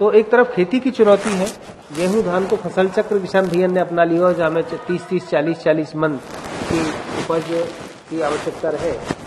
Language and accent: Hindi; Mathura, Uttar Pradesh, India; चूंकि हम ब्रज से हैं, मथुरा से हैं